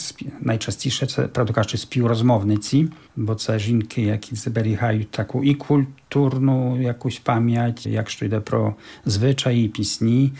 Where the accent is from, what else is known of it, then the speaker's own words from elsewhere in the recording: Czeremcha, Podlaskie Voivodeship, Poland; Ну, моя рідна Черемха також, бо це також такий сильний центр.